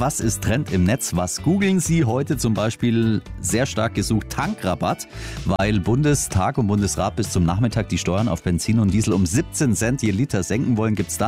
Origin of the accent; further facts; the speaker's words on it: Augsburg, Bavaria, Germany; Übermorgen am Sonntag geht es weiter in meiner Heimat im FCA-Stadion in Augsburg gegen Griechenland.